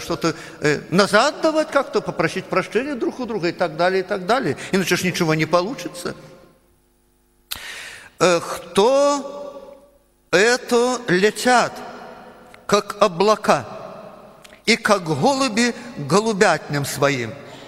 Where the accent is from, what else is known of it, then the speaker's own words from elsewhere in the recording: Belarus; Но я белорус на сегодняшний день. Говорят, литвины, говорят, это славяне. А кто его знает, кто есть? Я не знаю своей родословной. Может, я как-то помесь какая-то, еврея еще